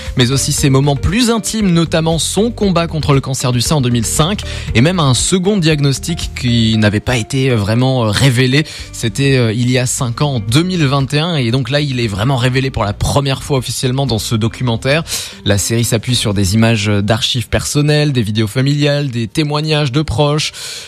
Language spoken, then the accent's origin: French; France; chez nous en France